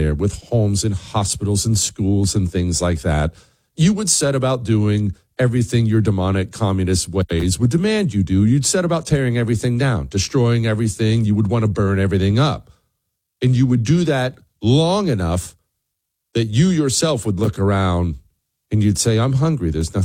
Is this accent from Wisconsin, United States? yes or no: no; Bozeman, Montana, United States; Now, I grew up in Bozeman, Montana. it was relatively crime-free.